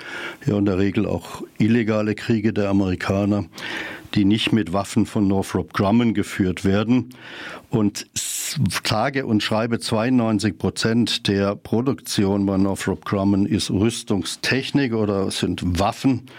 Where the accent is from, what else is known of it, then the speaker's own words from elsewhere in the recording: Freiburg, Baden-Württemberg, Germany; Freiburg ist meine Heimatstadt und ich freue mich immer über die Green City, also das positive Image der Stadt Freiburg.